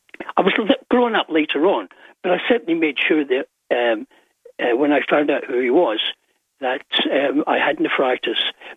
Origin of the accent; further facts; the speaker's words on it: Glasgow, Scotland, United Kingdom; born there; because I was born in Glasgow, God gave me a tongue.